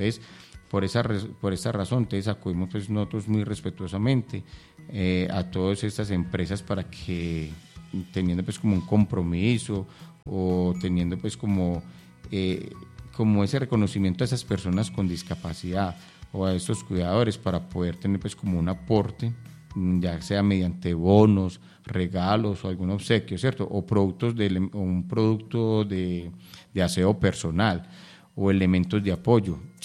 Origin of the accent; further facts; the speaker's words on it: Angostura, Antioquia, Colombia; Ustedes saben que nosotros somos de acá. Yo soy de acá de Angostura